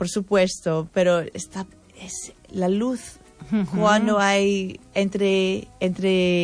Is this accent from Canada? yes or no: yes; Canada; now in Pontevedra, Spain; Para una canadiense